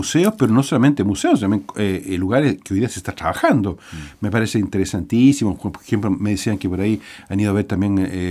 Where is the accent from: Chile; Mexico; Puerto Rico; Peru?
Chile; los cimientos de nuestra identidad como pueblo chileno